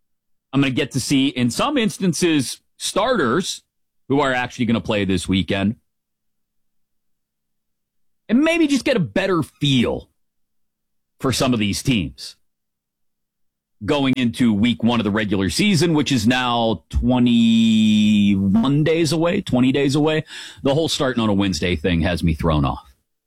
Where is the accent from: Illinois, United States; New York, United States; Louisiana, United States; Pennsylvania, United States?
Pennsylvania, United States; Pittsburgh; I can say it like that because I'm from Pittsburgh originally and you're not.